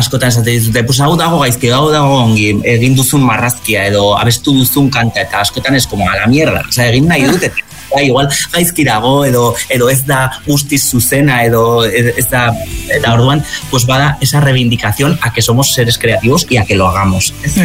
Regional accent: Zubiri, Navarre, Spain; Bai, bueno, ni Zubirikoa naiz

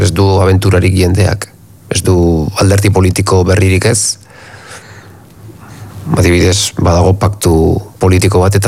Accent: Basque Country, Spain; Independentista naiz, eta euskalduna naiz bakarrik.

